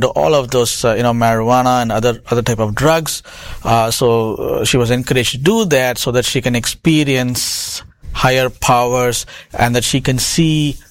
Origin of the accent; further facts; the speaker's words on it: India; moved away; I myself studied the same mantras in my school growing up in India.